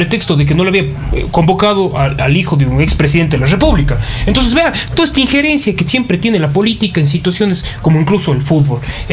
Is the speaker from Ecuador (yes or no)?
yes; Ecuador